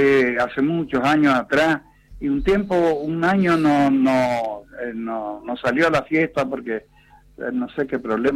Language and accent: Spanish; Montecarlo, Misiones, Argentina; born there; siempre le canté tantos temas a Monte Carlo, en mi pueblo